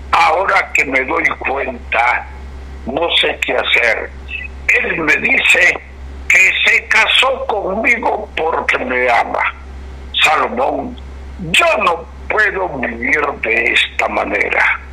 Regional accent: Nicaragua

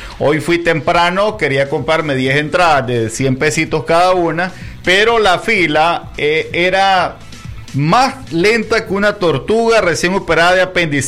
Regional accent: Managua, Nicaragua; Y yo siendo de Managua y todo, pero a mí no me gusta decir yo soy de Managua.

